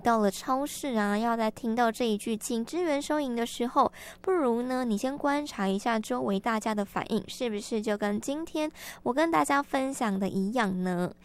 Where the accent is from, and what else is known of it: Taiwan